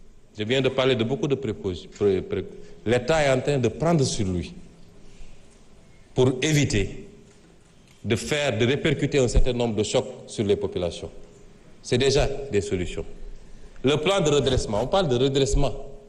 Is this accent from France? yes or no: no; Senegal; Nous, au Sénégal